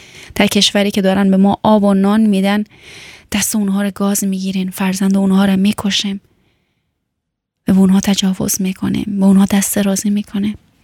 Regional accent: Afghanistan; گاهن که میخوام میپرسن از من از کجا هستی، میگم از افغانستان

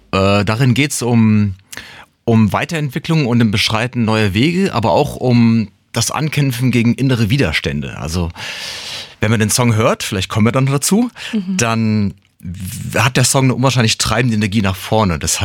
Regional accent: Frankfurt, Hesse, Germany; now in Mainz, Germany; Ich bin ein Frankfurter Bub im Herzen, bin dort geboren, lange Zeit in dem Bereich aufgewachsen und ja, Jahre später hat es mich dann irgendwie nach Wiesbaden sage ich schon, das ist das andere, die andere Hauptstadt, nach Mainz gezogen.

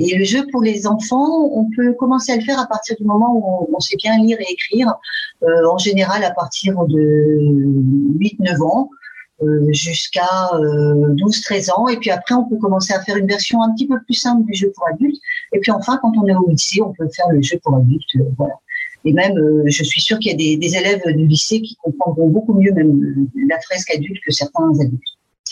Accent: France; moved away as an adult; now in Frankfurt am Main, Germany; je suis française et je vis à Francfort-sur-le-Main depuis 8 à 9 ans. Voilà. Je me suis installée parce que mon mari travaille à Francfort.

